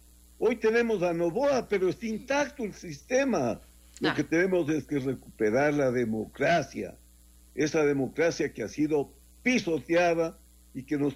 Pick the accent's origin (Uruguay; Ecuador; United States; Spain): Ecuador; Quito, Pichincha; como quiteño y como ecuatoriano